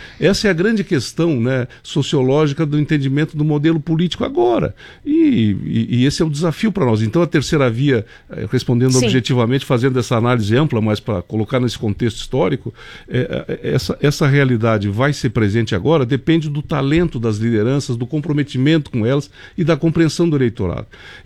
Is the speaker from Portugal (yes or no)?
no; Santa Catarina, Brazil; é uma rodovia que nasce em Santa Catarina e termina em Santa Catarina. Somos nós, catarinenses, que temos que lutar por ela.